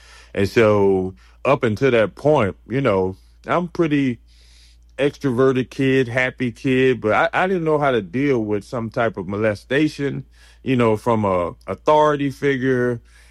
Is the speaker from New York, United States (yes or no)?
no; Alexandria, Louisiana, United States; also born or lived in Maine; So we end up, I end up growing up in Alexandria, but I'm actually from Maine, but I don't want to lose my street credibility.